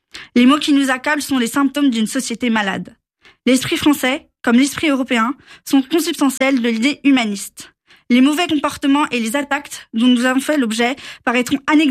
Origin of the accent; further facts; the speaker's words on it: France; Car oui, avant d'être juifs, nous sommes français, nous sommes républicains, nous sommes universalistes. Nous chérissons notre pays et n'en avons pas d'autre.